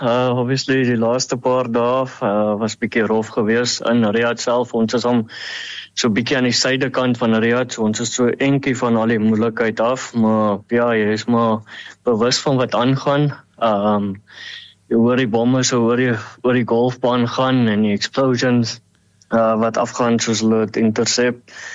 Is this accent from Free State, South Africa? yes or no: yes; Bloemfontein, Free State, South Africa; now in Saudi Arabia; Ok, ja, so oorspronkelijk van Bloemfontein en ja, so 12 en een half jaar terug maar die besluit gemaakt om Midde-Ooste toe kom vir een jaar en ja, 12 en een half jaar later is ons nog steeds hier